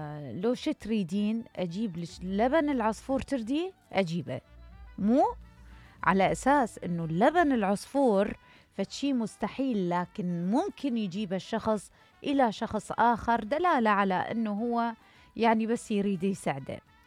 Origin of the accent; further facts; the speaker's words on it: Iraq; أكو تعبيرات عندنا بالعراق